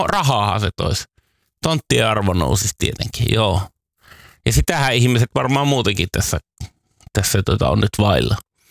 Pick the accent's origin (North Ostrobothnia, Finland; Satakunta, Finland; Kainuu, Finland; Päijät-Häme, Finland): North Ostrobothnia, Finland; Raahe; Mutta esimerkiksi Raahesta, josta mä oon kotoisin, niin oikein oli vähemmän.